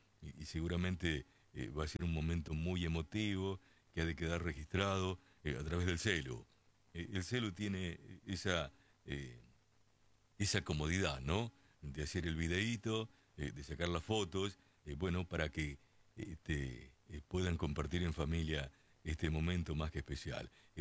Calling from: Lomas de Zamora, Buenos Aires Province, Argentina; Buenas noches, Oscar, siempre te escucho … de Lomas de Zamora

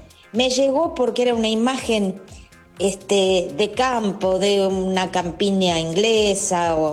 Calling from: Temperley, Buenos Aires Province, Argentina; de Temperley y bienvenido.

